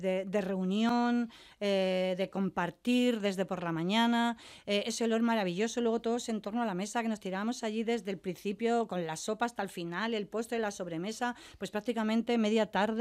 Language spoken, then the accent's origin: Spanish; Madrid, Community of Madrid, Spain; Y luego, pues yo soy nacida en Madrid ya y criada y he vivido siempre aquí.